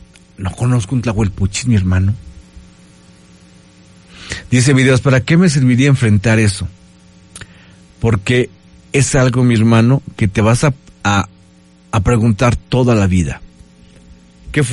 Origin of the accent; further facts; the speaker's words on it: Puebla, Mexico; los que somos aquí de Puebla